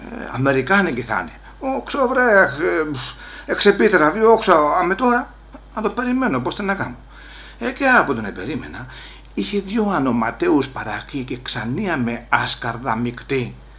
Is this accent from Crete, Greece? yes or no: no; Olympos, South Aegean, Greece